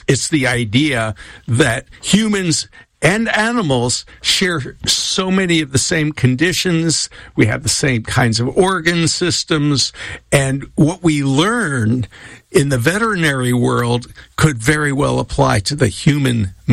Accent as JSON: {"language": "English", "region": "Pennsylvania", "country": "United States", "tie": "born or raised there", "said": "growing up in Pennsylvania"}